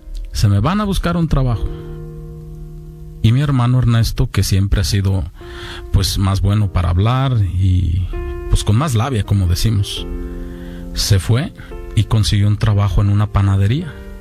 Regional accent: Zapotitlán de Vadillo, Jalisco, Mexico; also born or lived in Guadalajara; aunque nací en Guadalajara, pasé mis primeros años en un pueblito del sur de Jalisco, allá en México, que se llama Zapotitlán de Vadillo. Es un pueblo de campesinos

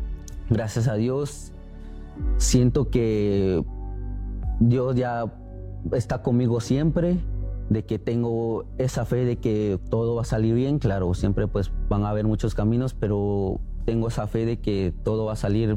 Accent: Guatemala; moved away as an adult; now in United States

